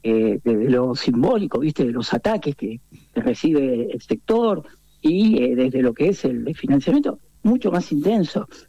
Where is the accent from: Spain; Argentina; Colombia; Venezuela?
Argentina